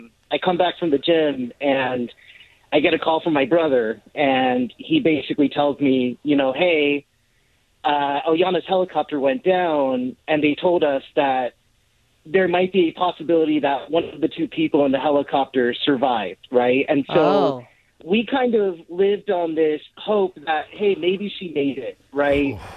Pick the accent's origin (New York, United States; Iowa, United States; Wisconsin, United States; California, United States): California, United States; Tustin; You know, we grew up in Orange County and Tustin, and growing up, instead of watching cartoons, my sister and I would watch the news